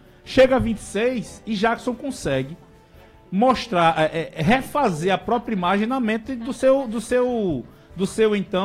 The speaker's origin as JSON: {"language": "Portuguese", "town": "Santa Rita", "region": "Paraíba", "country": "Brazil", "tie": "born there", "said": "Nasci em Santa Rita, na Flávio ou no Ceslau, pelas mãos de Dorivaldo, de Oildo, de Misael Stack."}